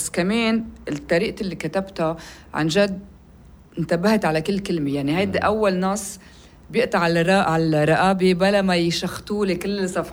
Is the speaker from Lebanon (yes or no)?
yes; Lebanon; انه نفكر كلبنانية، ما كنفكر كسني شيعي درزي مسيحي، كلبنانية.